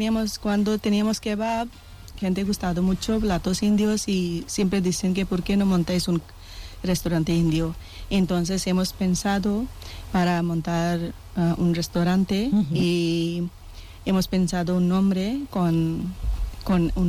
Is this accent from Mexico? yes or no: no; India; Spanish is a second language; now in Spain